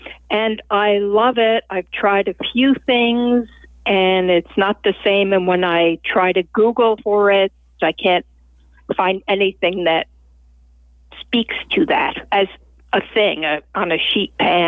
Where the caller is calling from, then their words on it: Ann Arbor, Michigan, United States; also born or lived in Los Angeles; Hey there … I'm calling from Ann Arbor, Michigan.